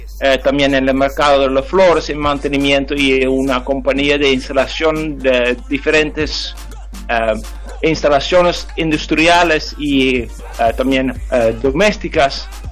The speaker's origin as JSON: {"language": "Spanish", "town": "Aalsmeer", "region": "North Holland", "country": "Netherlands", "tie": "born or raised there", "second_language": "Spanish", "moved": "as an adult", "lives_now": "Canelones, Uruguay", "said": "nací en Holanda, y parte que en donde yo nací era sobre la costa. Entonces, un lugar muy famoso por los tulipanes de Holanda, y entre los tulipanes nací yo."}